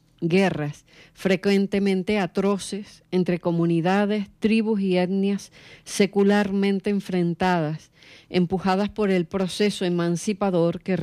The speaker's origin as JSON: {"language": "Spanish", "region": "Canary Islands", "country": "Spain", "said": "Que yo recuerde, con vergüenza como canario, convocando desde la órbita del mismísimo ayuntamiento, en la primera oleada migratoria, allá por el año 2006, una inmunda manifestación en Santa Cruz de Tenerife."}